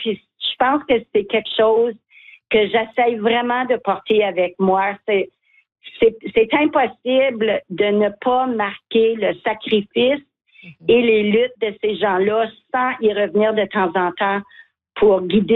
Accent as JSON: {"language": "French", "town": "Mattawa", "region": "Ontario", "country": "Canada", "said": "parce que moi, je viens de Matawa, ça fait que c'était vraiment, vraiment intéressant pour moi de faire un retour à mes racines"}